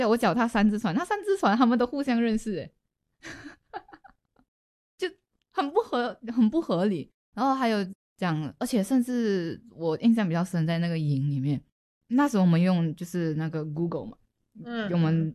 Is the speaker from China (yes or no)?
no; Malaysia; now in Taiwan; 就是我一个人从马来西亚来到台湾，所以那个画面就是那时在机场跟家人告别的画面。因为从小到大没有离家那么远，也没有离家那么久。